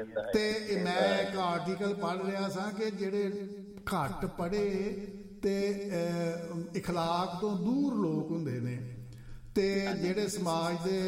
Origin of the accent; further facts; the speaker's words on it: Punjab, India; moved away; ਬਿਲਕੁਲ ਸਾਡਾ ਫਿਰ ਵੀ ਮੁਲਕ ਹੈ ਐਨੀ ਹੋ ਬੇਸ਼ੱਕ ਅਸੀਂ ਬਾਹਰ ਦੇ ਰਹਿਣ ਵਾਲੇ ਹਾਂ ਪਰ ਸਾਡੀ ਹਮਦਰਦੀ ਅਤੇ ਸਾਡੇ ਸੋਹਣੇ ਪੰਜਾਬ ਅਤੇ ਭਾਰਤ ਵਰਸ਼ ਵੀ ਸਾਡਾ ਦੇਸ਼ ਹੈ